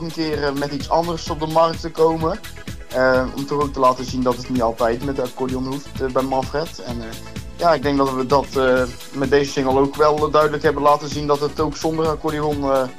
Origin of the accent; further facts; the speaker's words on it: Roosendaal, North Brabant, Netherlands; Klopt, dat klopt. Ik kom uit Roosendaal.